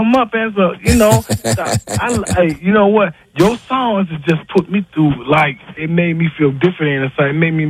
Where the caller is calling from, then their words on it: Flint, Michigan, United States; I'm calling from Flint, Michigan, man.